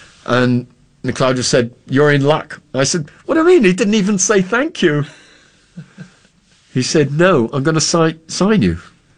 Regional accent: England, United Kingdom; now in Brazil; as an Englishman

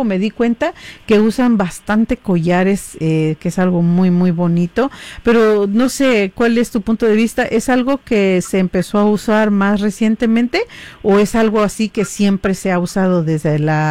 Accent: Mixteca, Mexico; a pesar de que tenemos un idioma totalmente distinto, pues provenimos de la misma región, somos de la Mixteca

